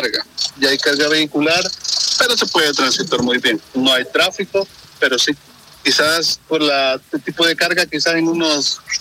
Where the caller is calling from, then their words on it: Los Planes de Renderos, San Salvador, El Salvador; de aquí, de los planes de Renderos